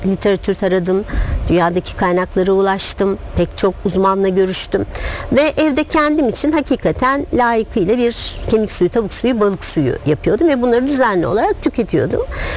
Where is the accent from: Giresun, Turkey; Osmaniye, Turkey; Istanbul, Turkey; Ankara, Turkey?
Istanbul, Turkey; Ben İstanbul'da doğdum, büyüdüm. Geleneksel bir ailede, büyük aşağı yukarı 3 kuşağın bir arada yaşadığı bir ailede büyüdüm.